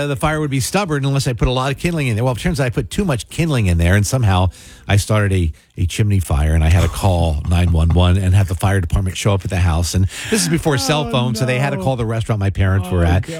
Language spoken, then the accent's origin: English; Mays Landing, New Jersey, United States; when I was growing up in Maze Landing, we never had any foxes around.